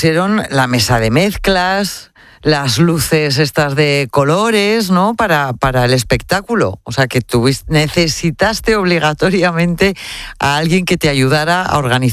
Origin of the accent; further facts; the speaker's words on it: Burgos, Castile and León, Spain; Qué buena gente somos los de Burgos